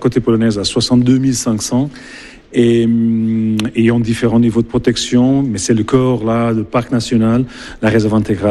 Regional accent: Lisbon, Portugal; French is a second language; Je suis portugais, de Lisbonne.

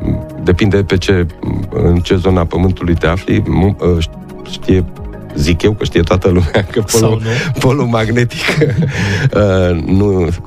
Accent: Copăcel, Romania; Deci și eu și soția suntem din Copăcel, ne-am întors acasă, casele sunt cum sunt și tot renovăm.

